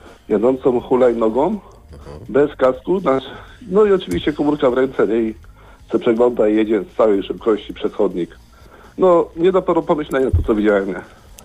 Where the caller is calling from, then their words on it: Gostyń, Greater Poland Voivodeship, Poland; Ja dzwonię z Gostynia.